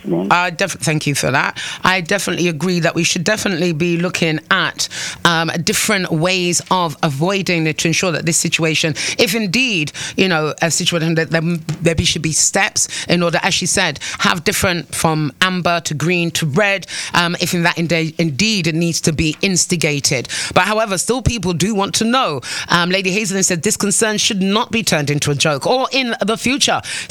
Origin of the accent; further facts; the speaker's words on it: England, United Kingdom; now in Antigua and Barbuda; Listen, I came from England. That's already a surveillance state.